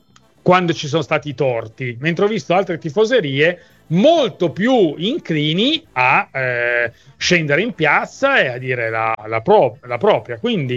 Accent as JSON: {"language": "Italian", "town": "Turin", "region": "Piedmont", "country": "Italy", "said": "io trovo, essendo torinese, assolutamente straordinario vedere la quantità di pullman che arrivano da tutte le parti d'Italia ed Europa per vedere la Juve."}